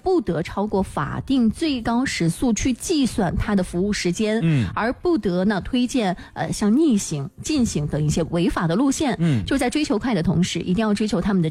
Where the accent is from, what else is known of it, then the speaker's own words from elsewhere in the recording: Shanxi, China; 其实说实话我觉得中午对于我们山西人来说、不睡一会儿好像有点难受，